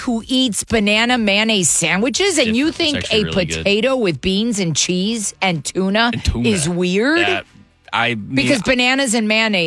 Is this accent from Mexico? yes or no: no; Jackson, Mississippi, United States; born there; I was born in Jackson, Mississippi.